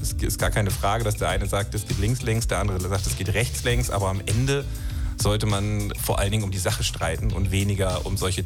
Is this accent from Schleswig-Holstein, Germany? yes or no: yes; Kiel, Schleswig-Holstein, Germany; moved away as an adult; also born or lived in Schwentinental / Preetz / Rheingau, Hesse; now in Hesse, Germany; ich bin aufgewachsen in Kiel, bin aufgewachsen in Schwentinental, habe dann in Preetz gewohnt und bin dann sozusagen hier an die Westküste der Liebe wegen gezogen.